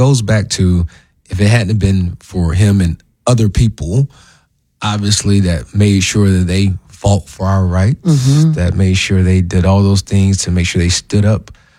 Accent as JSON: {"language": "English", "town": "Memphis", "region": "Tennessee", "country": "United States", "tie": "born there", "said": "Look, I was born in Memphis."}